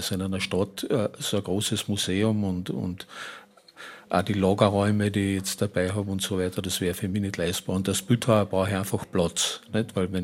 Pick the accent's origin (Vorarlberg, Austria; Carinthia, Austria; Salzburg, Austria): Carinthia, Austria; Klein St. Paul; also born or lived in Frankfurt; Klein St. Paul ist mein Heimatort. Also ich bin auch in diesem Ort geboren. Nicht im Krankenhaus, sondern ich bin noch zu Hause geboren.